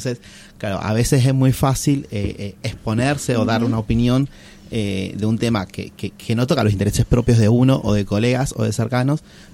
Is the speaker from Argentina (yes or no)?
yes; Argentina; al menos en mi país, Argentina.